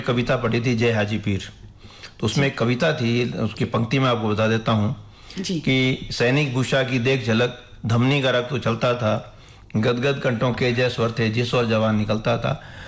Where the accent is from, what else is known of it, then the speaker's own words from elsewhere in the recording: Hisar, Haryana, India; मूलतः मैं हरियाणा हिसार का रहने वाला हूँ, वहाँ मेरा गाँव है, और गाँव के बाद फिर पढ़ाई जो है वो अलग अलग शहरों में हुई